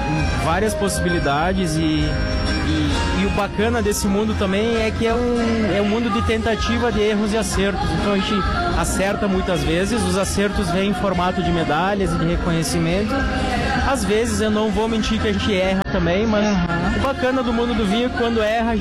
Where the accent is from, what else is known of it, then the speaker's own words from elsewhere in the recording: Caxias do Sul, Rio Grande do Sul, Brazil; sou natural de Caxias.